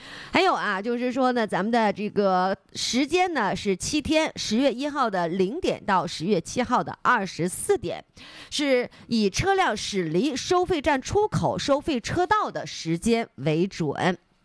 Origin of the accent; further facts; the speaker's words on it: China; 其实我们中国人还是挺皮实的